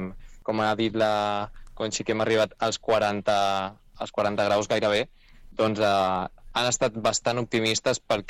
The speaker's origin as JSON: {"language": "Catalan", "area": "Castellar", "region": "Catalonia", "country": "Spain", "said": "jo sóc de castellà"}